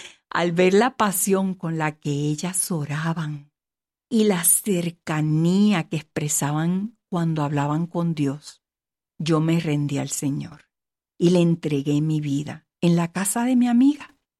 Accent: Puerto Rico; en Puerto Rico, mi tierra natal, conocí al Señor a los 14 años bajo un avivamiento entre la juventud.

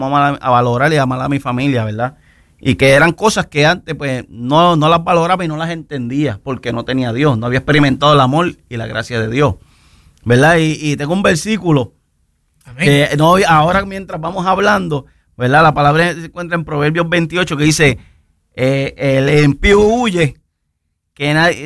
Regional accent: Mayagüez, Puerto Rico; now in Rincón, Puerto Rico; Yo vengo del pueblo de Mayagüez, adoptado por Rincón. Uh-huh. Ya casi 20 años en el pueblo de Rincón, ¿verdad? Y pues, normal, crecí en lo que todo el mundo conoce, ¿verdad? Un hogar típico

